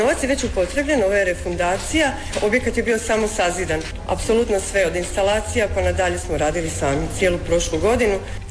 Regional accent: Đakovo, Osijek-Baranja County, Croatia; Ja sam baš iz Željka, iz Đakova sam inače, vlasnica sam kuće za najam u Mandićevci.

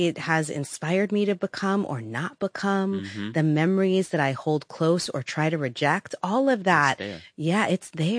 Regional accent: New York City, New York, United States; And I loved growing up in the Bronx. I loved my neighborhood. I loved my community.

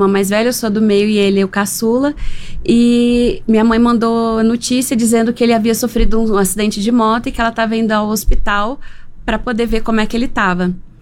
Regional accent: Brasília, Federal District, Brazil; moved away as an adult; now in Belo Horizonte, Brazil; eu sou de Brasília e eu estava aqui em Belo Horizonte.

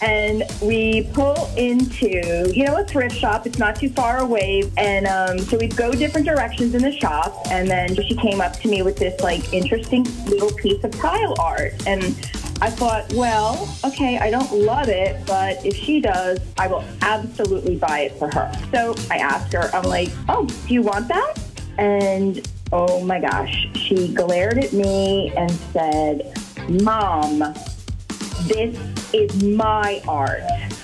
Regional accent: Sun Prairie, Wisconsin, United States; I'm from Sun Prairie.

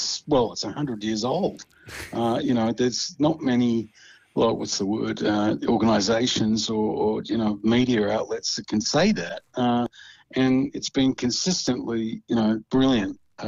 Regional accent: Western Australia, Australia; You know, I love our coastline in Australia. I come from Western Australia originally, but it's about as west as it gets.

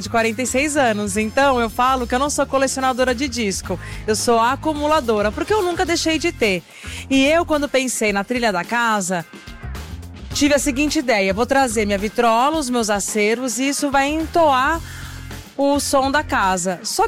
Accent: São Paulo, Brazil; eu, enquanto paulistana, nascida e criada na cidade

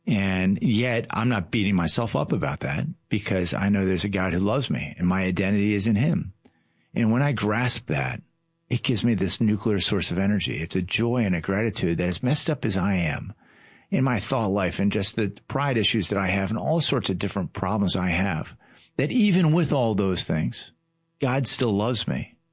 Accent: Baltimore, Maryland, United States; So I grew up in Baltimore, which is indeed south of the Mason-Dixon line.

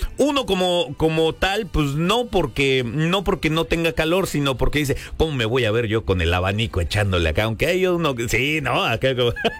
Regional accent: Mexico; somos muy mexicanos

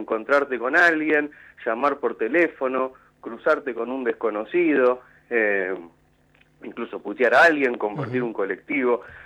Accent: General Rodríguez, Buenos Aires Province, Argentina; now in Mar del Plata, Argentina; yo nunca viví en Buenos Aires, yo ¿mira? Soy de General Rodríguez, ahora vivo en Mar del Plata

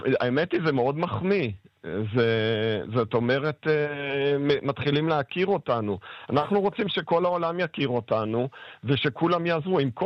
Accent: Ashkelon, Southern District, Israel; born there; also born or lived in Beersheba / Kfar Saba; now in Givat Ada, Israel; אני נולדתי בבאר שבע, גדלתי באשקלון, המשכתי בכפר סבא והגעתי לגבעת עדה.

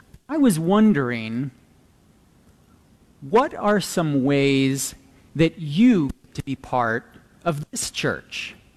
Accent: Ohio, United States; I went with my kids back to the town I grew up in Ohio, last week.

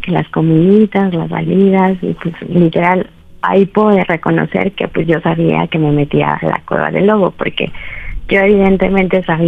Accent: Guadalajara, Jalisco, Mexico; 34 años y soy de Guadalajara.

